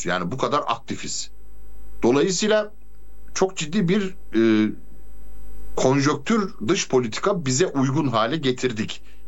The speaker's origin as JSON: {"language": "Turkish", "region": "Malatya", "country": "Turkey", "tie": "born there", "moved": "yes", "said": "ben 90'lı yıllarda gençliğim, ben Malatya'da geçirdim. Üniversiteyi orada okudum, Doğu Anadolu'da."}